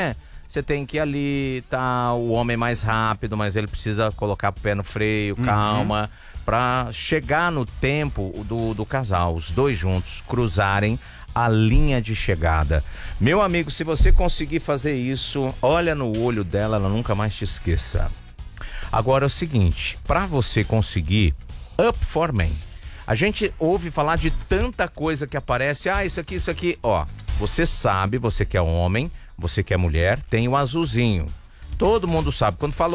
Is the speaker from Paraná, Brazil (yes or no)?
yes; Paraná, Brazil; Não, sou paranaense.